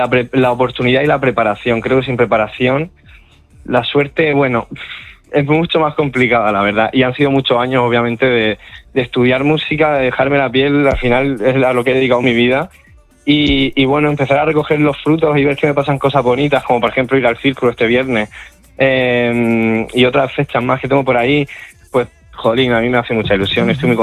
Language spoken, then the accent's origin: Spanish; Murcia, Region of Murcia, Spain; como soy de Murcia, en Murcia tendemos mucho a acortar las palabras, las consonantes.